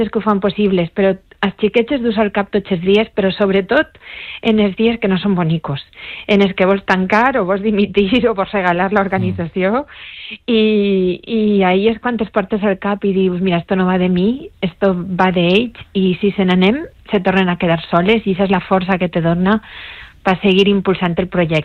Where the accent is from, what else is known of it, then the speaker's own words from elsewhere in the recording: Valencian Community, Spain; per a mi com a valenciana